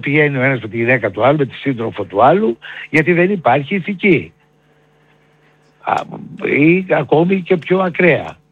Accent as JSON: {"language": "Greek", "country": "Greece", "said": "Απλά μιλώ σαν ένας Έλληνας που αγωνιά για τη χώρα του."}